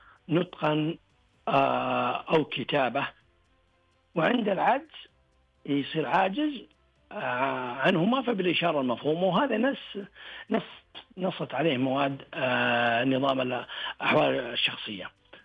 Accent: Saudi Arabia; النظام عندنا في المملكة العربية السعودية لا يقع الخلع إذا كان بغير عوض

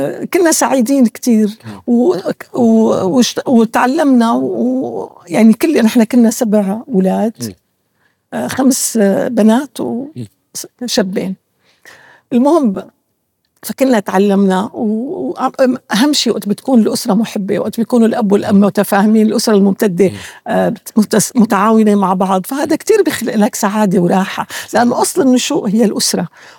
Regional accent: Damascus, Damascus Governorate, Syria; نحن ما لنا من الطبقة الثرية، لا، نحن من الطبقة مثل كل غالبية أهل دمشق

